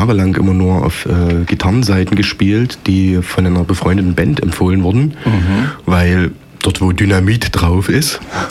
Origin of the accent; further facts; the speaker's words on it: Berlin, Germany; Ich komme aus Berlin.